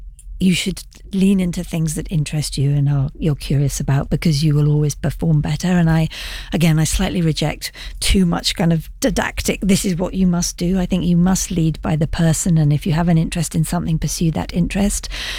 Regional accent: London, United Kingdom; I'm a Londoner through and through. I care about this city

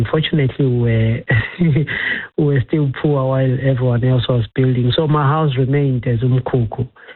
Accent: Orange Farm, Gauteng, South Africa; born there; also born or lived in Pietermaritzburg / Soweto; I was actually born in Pietermaritzburg, but I grew up in Soweto and in Orange Farm, like moving from town to town. But yeah, most of my life I was in Orange Farm, where it was shacks in Mikuku.

